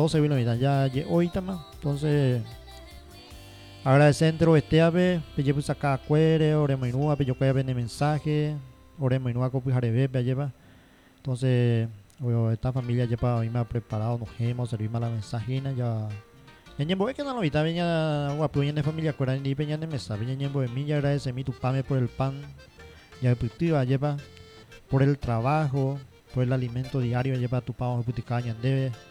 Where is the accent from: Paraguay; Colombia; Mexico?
Paraguay; que somos paraguayos, que somos cristianos, que somos hijos de Dios.